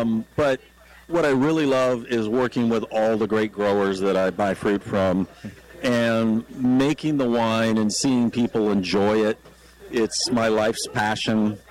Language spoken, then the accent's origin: English; Santa Cruz, California, United States; also born or lived in Davis, California / Napa, California; I grew up in Santa Cruz.